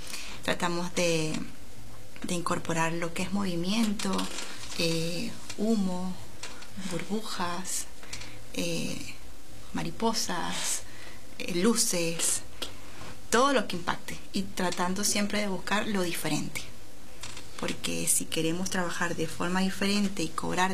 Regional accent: Venezuela; moved away as an adult; nosotras somos venezolanas, tenemos 8 años en este país

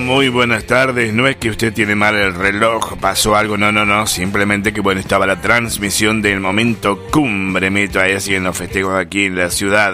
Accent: Argentina; nosotros mismos que somos argentinos.

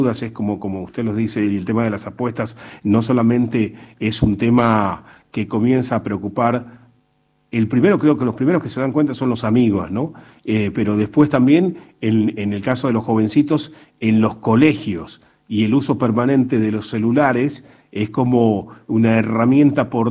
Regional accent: Argentina; como la Argentina, como lo sabemos, estamos enloquecidos con todo lo que tiene que ver con la selección argentina

